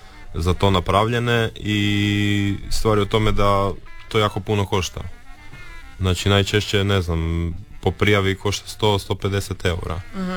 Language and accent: Croatian; Istria County, Croatia; kod nas u Istri